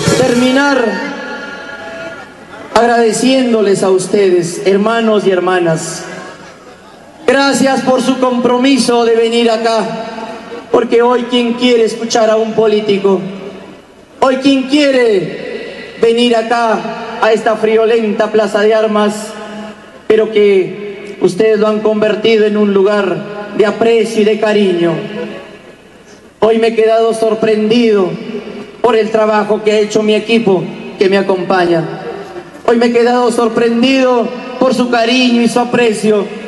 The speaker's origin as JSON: {"language": "Spanish", "town": "Motil", "region": "La Libertad", "country": "Peru", "tie": "born or raised there", "said": "Allá mi tierra, Motil, Chota"}